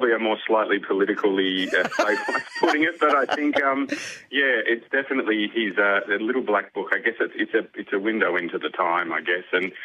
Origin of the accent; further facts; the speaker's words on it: Geelong, Victoria, Australia; I'm from Geelong, you know, regional Victoria, and it's not as prevalent in that area